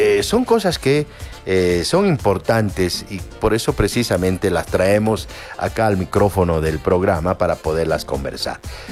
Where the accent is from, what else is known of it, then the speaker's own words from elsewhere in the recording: Bolivia; no solamente los bolivianos, sino también los peruanos, los ecuatorianos